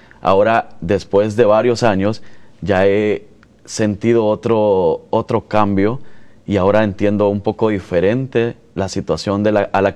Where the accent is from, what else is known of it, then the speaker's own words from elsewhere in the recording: Nueva Concepción, Chalatenango, El Salvador; now in Alabama, United States; Soy originario de la Nueva Concepción, Chalatenango, en El Salvador